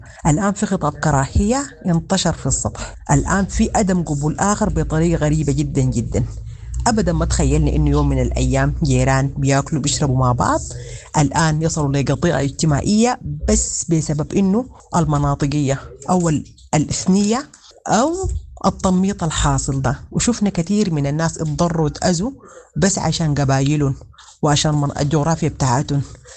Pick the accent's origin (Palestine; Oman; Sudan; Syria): Sudan; نحن كشعب سوداني